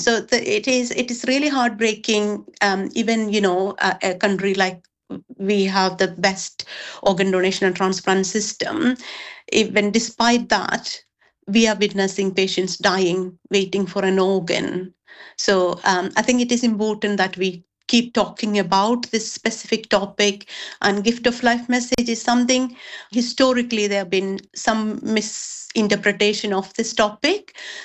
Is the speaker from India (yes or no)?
yes; India; now in United Kingdom; I came from India and I didn't have those challenges.